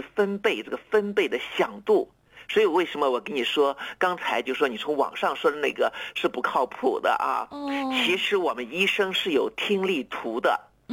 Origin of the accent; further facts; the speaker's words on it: China; 我们中国人呢更常见呢是用摄氏多少度啊